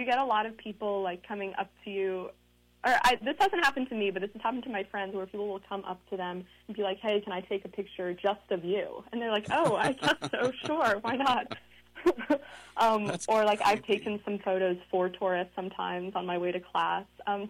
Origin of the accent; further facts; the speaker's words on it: Long Island, New York, United States; I'm from Long Island, but I'm also a very frequent visitor of Manhattan, so I kind of view both of them as my home a bit.